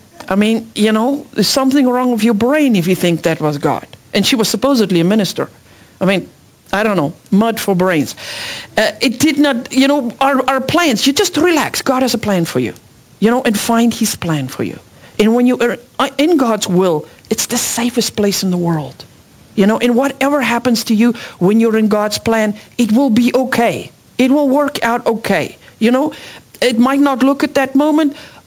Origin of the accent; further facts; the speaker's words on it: South Africa; English is a second language; moved away as an adult; now in United States; I'm an immigrant from South Africa, and when my kids were little, it was very lonely. I couldn't speak English that well.